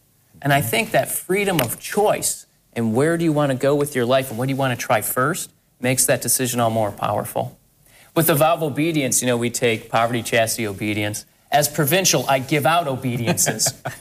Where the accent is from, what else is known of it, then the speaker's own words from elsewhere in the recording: Toledo, Ohio, United States; born there; I'm from Toledo. I went to St. Francis.